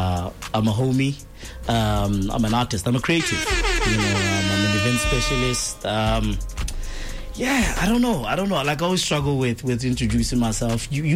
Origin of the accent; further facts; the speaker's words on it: Jwaneng, Southern District, Botswana; I was born in Jwaneng.